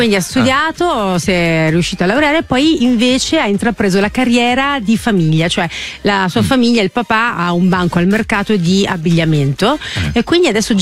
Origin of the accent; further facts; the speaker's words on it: Turin, Piedmont, Italy; da me a Torino si dice bigiare o tagliare a scuola.